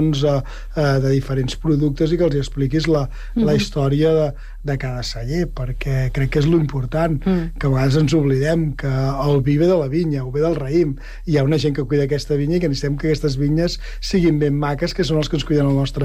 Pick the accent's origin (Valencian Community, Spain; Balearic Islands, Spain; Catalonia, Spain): Catalonia, Spain; nosaltres som del Penedès i el Penedès és terra de bombolles i les bombolles doncs, també tenen doncs, són mediterrànies